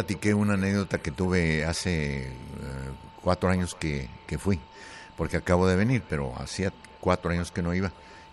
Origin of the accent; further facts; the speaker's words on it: Tlaltenango, Zacatecas, Mexico; moved away; vamos aquí a Tlatenango, Zacatecas, a mi tierra